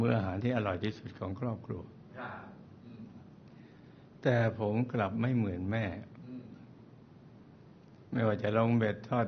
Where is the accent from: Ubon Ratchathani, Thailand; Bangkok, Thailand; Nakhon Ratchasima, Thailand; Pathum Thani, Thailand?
Nakhon Ratchasima, Thailand; born there; ผมเกิดที่จังหวัดนครราชสีมา